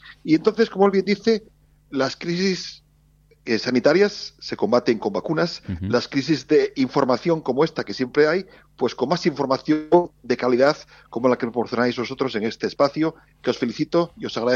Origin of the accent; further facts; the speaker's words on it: Asturias, Spain; Gracias por esas gaitas que me han emocionado como asturiano.